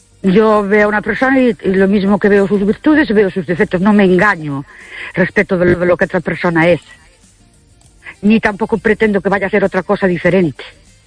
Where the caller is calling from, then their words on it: Ourense, Galicia, Spain; de Ourense.